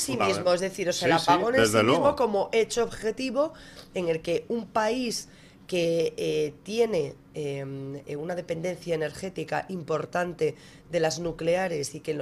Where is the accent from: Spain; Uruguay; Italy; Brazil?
Spain; lo cual es bastante triste como español.